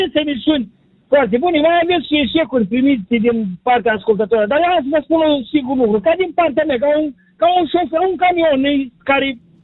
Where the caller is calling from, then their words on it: Botoșani, Botoșani County, Romania; colegii, sunt camionagiu din Botoșani